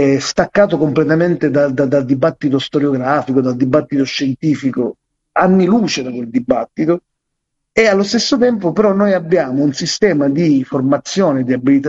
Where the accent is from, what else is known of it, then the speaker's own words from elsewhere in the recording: Sicily, Italy; io sono siciliano